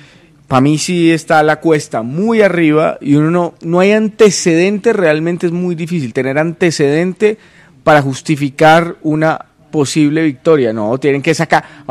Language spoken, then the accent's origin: Spanish; Colombia; Porque el que se comió los goles no era colombiano y se supone que somos los colombianos los malos pues para definir.